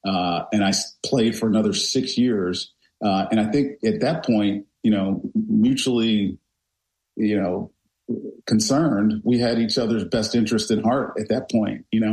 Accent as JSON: {"language": "English", "town": "Roanoke", "region": "Virginia", "country": "United States", "tie": "born or raised there", "also_born_or_lived": "Blacksburg, Virginia / Charlottesville, Virginia", "said": "So I grew up in Roanoke, Virginia. I was actually born in Blacksburg, outside of Virginia Tech. My mom and dad went to school at Tech. So grew up in Roanoke, then went to Charlottesville."}